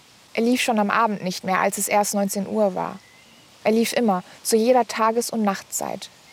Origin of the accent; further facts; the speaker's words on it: Berlin, Germany; ich komme aus Berlin, Jahrgang 98.